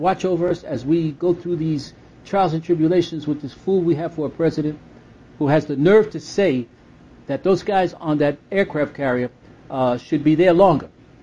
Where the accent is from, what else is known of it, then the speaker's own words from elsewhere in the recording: New York City, New York, United States; also born or lived in Brownsville / Long Island City; I was brought up in the Johnson Projects, and I was brought up in the foster houses.